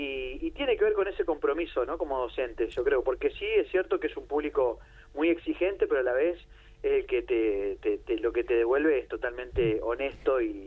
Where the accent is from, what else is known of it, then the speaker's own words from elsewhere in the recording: Santa Fe, Argentina; now in Buenos Aires, Argentina; Yo soy del interior de Santa Fe, así que he escuchado, tengo muy presente Cadena 3, ¿no? Como ahí en la zona, ¿no? Mis viejos, ahí se escucha.